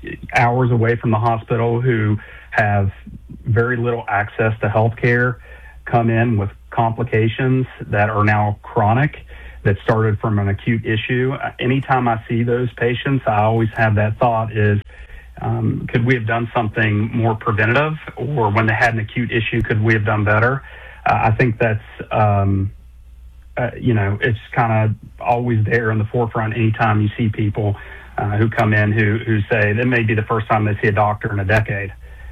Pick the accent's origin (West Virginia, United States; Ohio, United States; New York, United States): West Virginia, United States; Madison; I grew up in the Twin Cities, Danville and Madison.